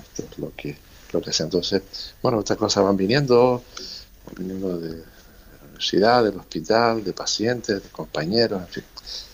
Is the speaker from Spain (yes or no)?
yes; Spain; a mi pueblo de Terós, que es el pueblo de toda la vida. Yo sigo empadronado en mi pueblo, tenemos una casa familiar y soy vecino del pueblo